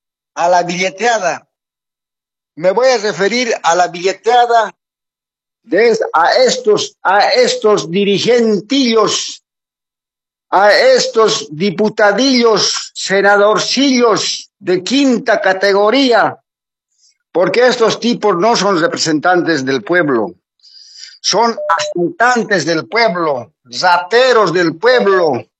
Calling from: Warnes, Santa Cruz, Bolivia; desde Satélite Norte, Guarnes.

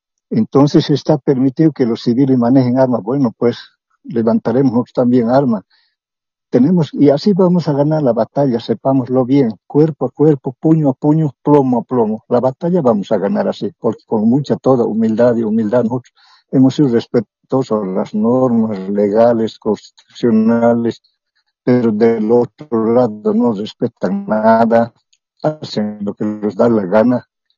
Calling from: Bolivia; somos los bolivianos.

